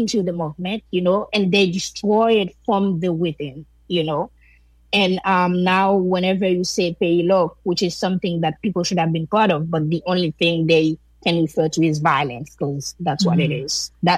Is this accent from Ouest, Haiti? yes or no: no; Jacmel, Sud-Est, Haiti; And the road leading to Jacmel, my hometown, wa